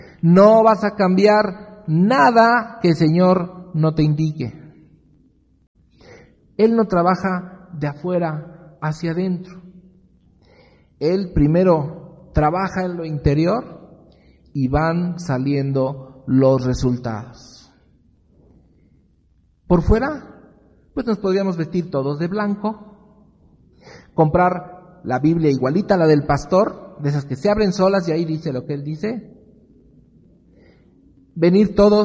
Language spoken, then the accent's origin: Spanish; Mexico